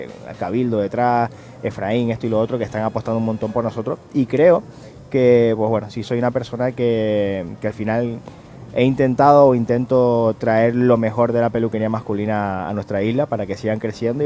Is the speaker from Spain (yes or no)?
yes; Canary Islands, Spain; yo me siento más canario que el gofio. Uh-huh. Y tiro mucho por mi tierra, tiro mucho por mi gente.